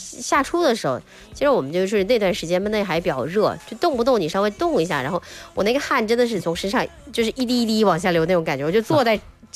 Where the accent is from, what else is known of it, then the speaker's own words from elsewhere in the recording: Guangdong, China; 那是骗我们广东人还是骗我们外地人，